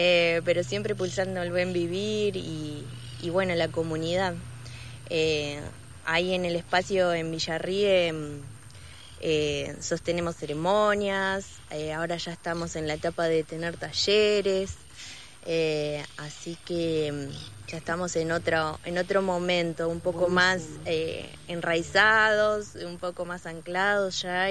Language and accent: Spanish; Olavarría, Buenos Aires Province, Argentina; moved away as an adult; now in Paravachasca Valley, Córdoba, Argentina; soy originaria de Olavarría, provincia de Buenos Aires. Hace 7-8 años ya que estoy acá en el Valle.